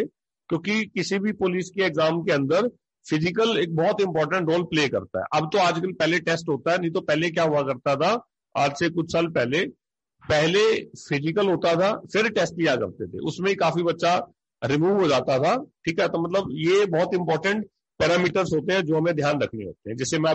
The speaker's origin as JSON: {"language": "Hindi", "region": "Haryana", "country": "India", "said": "हम हरियाणा से बिलोंग करते हैं।"}